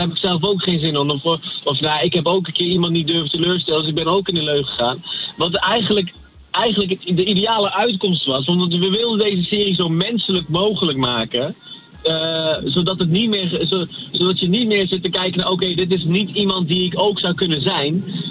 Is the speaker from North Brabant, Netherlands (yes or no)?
yes; North Brabant, Netherlands; Maar ik ben zelf ook uit Brabant.